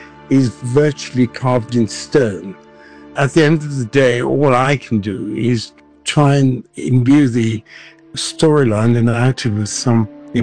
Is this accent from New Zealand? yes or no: no; Cape Town, Western Cape, South Africa; born there; moved away; also born or lived in London; I was born in Cape Town in District 6. Then I got a scholarship to the Royal Academy of Music in London.